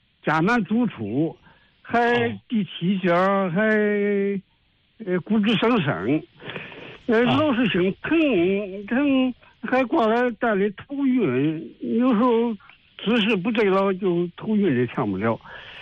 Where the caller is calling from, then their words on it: Shijiazhuang, Hebei, China; 石家庄。